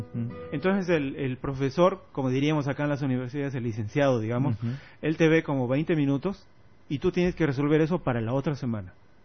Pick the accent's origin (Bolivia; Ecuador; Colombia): Bolivia; moved away as an adult; also born or lived in Argentina; No, soy de Bolivia, le digo.